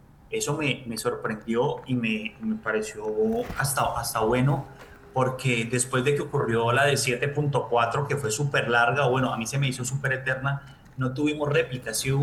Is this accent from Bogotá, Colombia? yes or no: no; Cali, Valle del Cauca, Colombia; now in Jamundí, Colombia; la solidaridad de nosotros como caleños